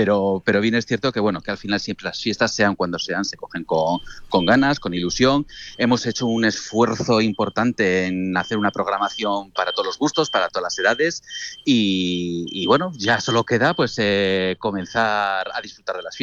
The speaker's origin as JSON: {"language": "Spanish", "town": "Cizur Mayor", "region": "Navarre", "country": "Spain", "said": "como cizurtarras que somos y como buenos navarros, somos gente acogedora."}